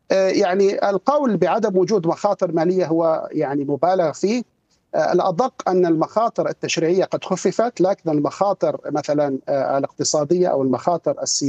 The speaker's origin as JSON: {"language": "Arabic", "country": "Syria", "moved": "yes", "lives_now": "Kuwait", "said": "انا كمغترب سوري مقيم في الكويت"}